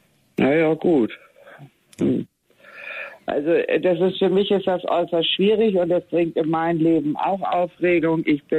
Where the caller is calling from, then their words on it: Tostedt, Lower Saxony, Germany; ich komme hier aus Tosted, 21255 ist meine Postleitzahl